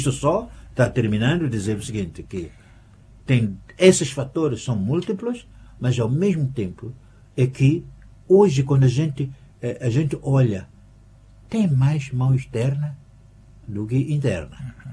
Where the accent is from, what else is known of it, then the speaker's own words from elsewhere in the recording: Inhambane, Mozambique; first language Tswa; Portuguese is a second language; eu sou de Inhambane, sou falo Xitsua, eu sou misto de Bitonga e Matua, sim senhora, eu pertenço àquela, mas acontece que eu pertenço a um mundo maior.